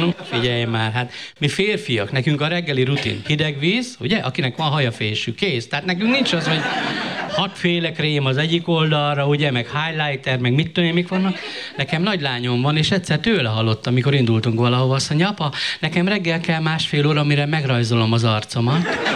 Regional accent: Miskolc, Borsod-Abaúj-Zemplén, Hungary; ő újpesti, én meg miskolci vagyok

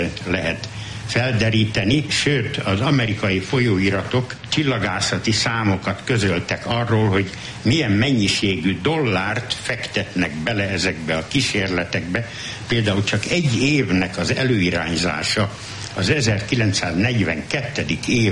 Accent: Hungary; born there; moved away; a kis falunak a tornyára én föl tudnék mászni, ahol én születtem és laktam

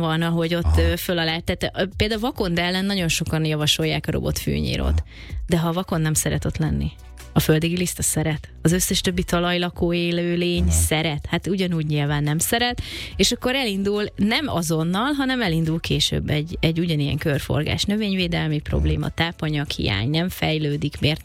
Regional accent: Budapest, Hungary; a 16. kerületben a Sashalmon nőttem föl, ott a Havashalom utca tanácspark

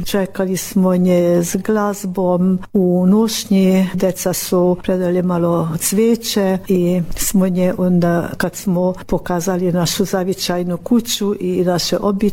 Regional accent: Lakócsa, Somogy, Hungary; kod nas u Lukovišću

